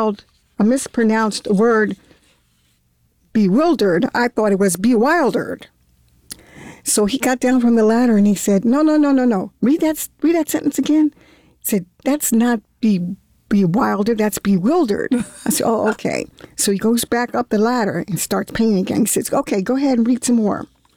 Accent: Baltimore, Maryland, United States; I was born in Baltimore.

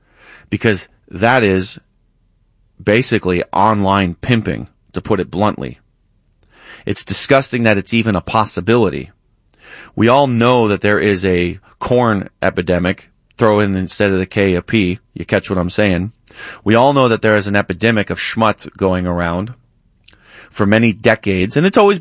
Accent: Rochester, New York, United States; moved away; also born or lived in Brooklyn; I grew up predominantly in Rochester, New York for most of my childhood. And a little bit in New York City, but mostly Rochester, New York. Some of my adult life in New York City, Brooklyn in particular.

